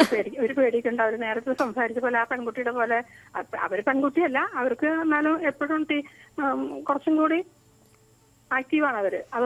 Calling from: Chalakudy, Kerala, India; ഇപ്പൊ എന്റെ വീട് ചാലക്കുടിയിലാണ്.

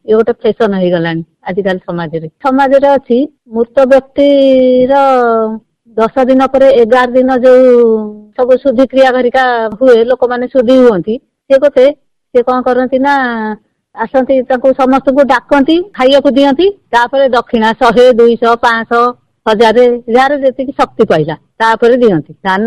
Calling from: Jagatsinghpur, Odisha, India

